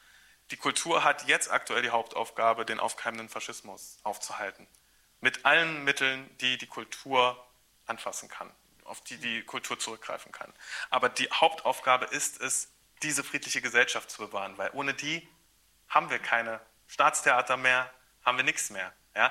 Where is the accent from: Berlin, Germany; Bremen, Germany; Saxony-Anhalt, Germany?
Saxony-Anhalt, Germany; Aber ich komme aus Sachsen-Anhalt, ist jetzt ganz frisch gerade, es ist sehr viel los bei meiner Familie